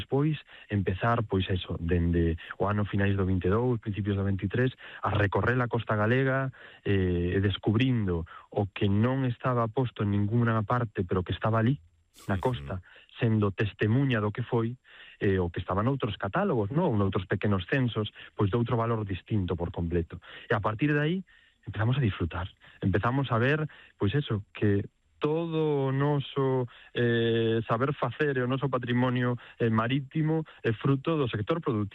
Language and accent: Galician; Galicia, Spain; porque era algo que necesitaba Galiza, que necesitábamos como galegos, e que, polo tanto, o sector do mar era como unha prioridade